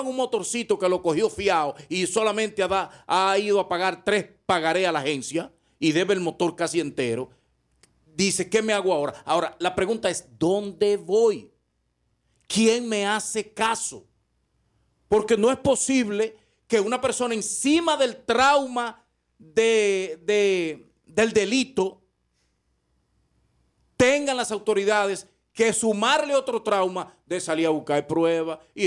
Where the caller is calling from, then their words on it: Valverde, Dominican Republic; como yo no vivo en Constanza, yo no vivo en Bonao, en Pedernales, en Barahona, yo voy a hablar de mi provincia de Valverde, que es lo que yo conozco.